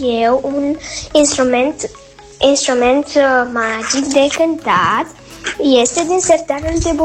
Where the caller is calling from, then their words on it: Mureș County, Romania; din Sâncrăiești de Mureș, am 9 ani